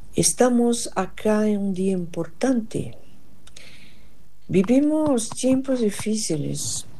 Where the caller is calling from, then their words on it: São Paulo, Brazil; de São Paulo, Brasil.